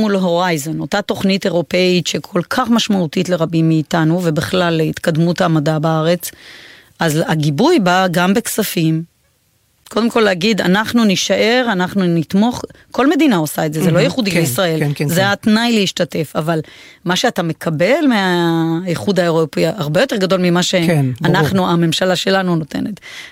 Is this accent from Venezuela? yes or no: yes; Venezuela; also born or lived in United States; now in Israel; חייתי המון שנים בחול, גם גדלתי בחול בוונצואלה.